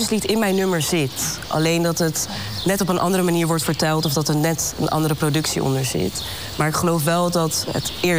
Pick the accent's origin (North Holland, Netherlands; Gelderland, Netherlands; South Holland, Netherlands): South Holland, Netherlands; Rotterdam; ik ben geboren en getogen in de mooiste stad van Nederland. Rotterdam.